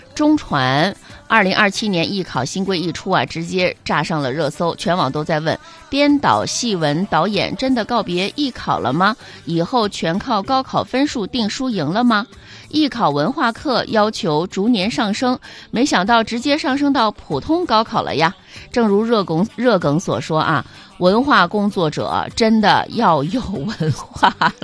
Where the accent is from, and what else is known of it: Northeast China, China